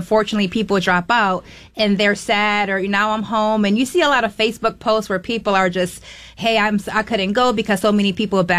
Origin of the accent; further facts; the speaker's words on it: Rochester, United States; In Rochester, mm-hmm. yes.